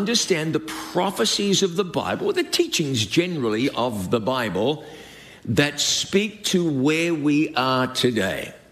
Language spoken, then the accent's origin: English; New Zealand; accent: New Zealand; now in United States; My accent comes from New Zealand. Have you seen where that is? That's why they call it Down Under. It's way down there. Now, by now, I've been in this country 30-plus years, so it's not a very good New Zealand accent anymore.